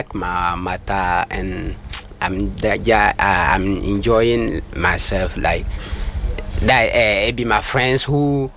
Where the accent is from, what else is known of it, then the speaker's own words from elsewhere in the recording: Tatale, Northern Region, Ghana; first language Konkomba; English is a second language; I came from Tatale North.